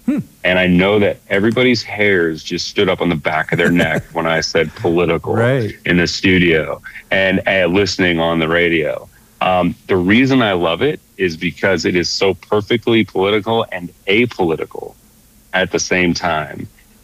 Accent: Denver, Colorado, United States; Born and raised. I was born in Rose Hospital in Denver, Colorado.

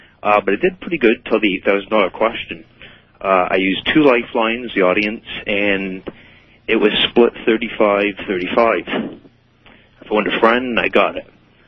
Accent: Canada; And I'm Canadian.

